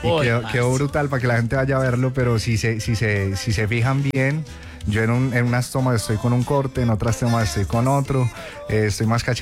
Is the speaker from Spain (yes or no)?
no; Colombia; nosotros los colombianos